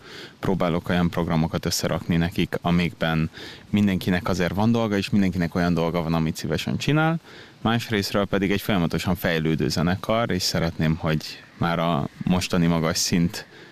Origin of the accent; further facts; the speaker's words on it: Sopron, Győr-Moson-Sopron, Hungary; moved away as an adult; also born or lived in Budapest / Páty / Milan; now in Vienna, Austria; Én Budapesten születtem, és onnan igazából félig Pátyon, félig pedig Bécsben éltünk, majd a családom végül Sopronban telepedett le. Ott is nőttem föl.